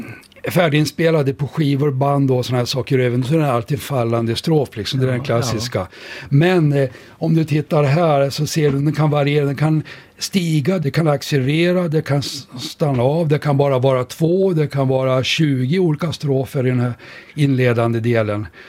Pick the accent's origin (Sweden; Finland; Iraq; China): Sweden; Surahammar, Västmanland County; born there; jag är ju född i Surahammar och jag flyttade till Uppsala och började läsa biologin